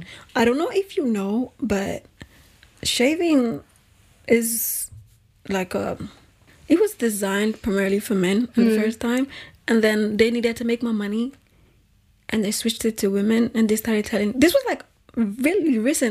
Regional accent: Nigeria; moved away; I grew up in Nigeria and we didn't usually shave legs. When I moved to Europe, I saw that people shave legs.

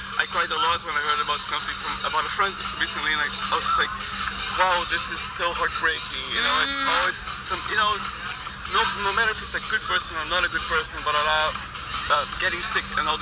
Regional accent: Brazil; I grew up really poor in Brazil.

